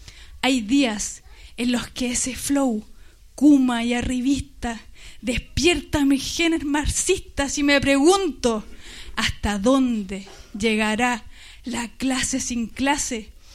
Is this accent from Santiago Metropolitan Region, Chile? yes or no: yes; Santiago, Santiago Metropolitan Region, Chile; crecí en Lo Espejo, en una comuna kuma, como dice la Rosy. Una comuna periférica en la capital, allá en Chile, de esas donde hay que andar mirando para atrás